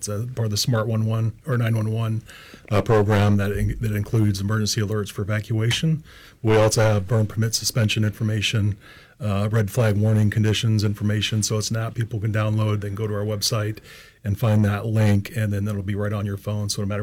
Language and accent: English; Anchorage, Alaska, United States; Yeah, I was born and raised in Alaska and grew up on the Anchorage hillside